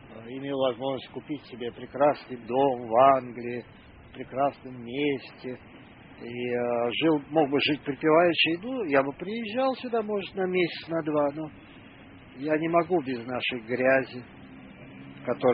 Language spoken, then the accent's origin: Russian; Georgia; Я не могу, может, потому что я действительно ленивый грузин, и у меня уже все сложилось.